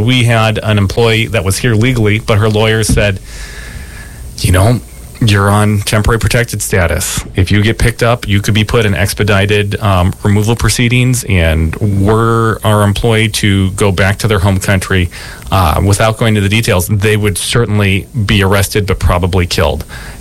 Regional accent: Richfield, Minnesota, United States; also born or lived in Bloomington; Richfield, which is a city that I grew up in. I was born in Bloomington, attended Bloomington, Richfield.

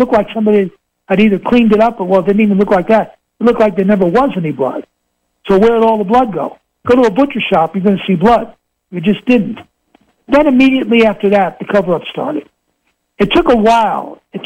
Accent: Queens, New York, United States; I am a native New Yorker. I was born in Queens.

